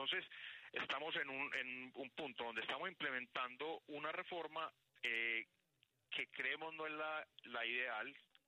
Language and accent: Spanish; Colombia; Tenemos como colombianos que seguir activos, permanentes, apoyando toda esta reconstrucción